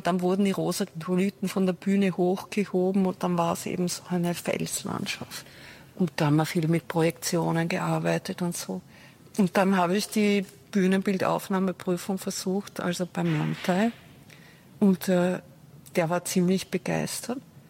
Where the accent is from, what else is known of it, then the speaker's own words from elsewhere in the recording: Düsseldorf, North Rhine-Westphalia, Germany; accent: Düsseldorf dialect; ich habe damals den totalen Düsseldorfer Dialekt gehabt.